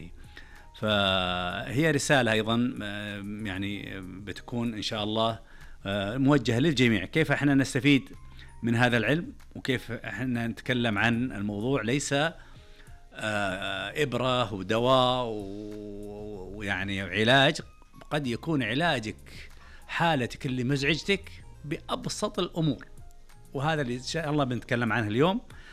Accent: Saudi Arabia; طموحنا كسعوديين في ظل قيادتنا الرشيدة

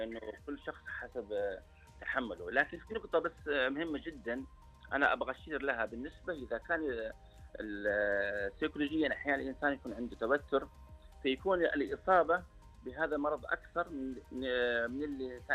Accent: Saudi Arabia; عندنا في السعودية

